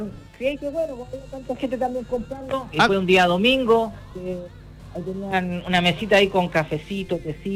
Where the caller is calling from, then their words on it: Quillota, Valparaíso, Chile; De acá, de la Villa Santa Teresita, en Quillota.